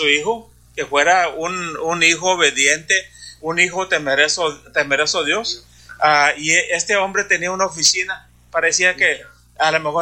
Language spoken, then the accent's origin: Spanish; Brownsville, Texas, United States; yo vengo de Brownsville, Texas. Brownsville, Texas es una ciudad que está un río, y al cruzar el río es Matamoros, ya es México eso.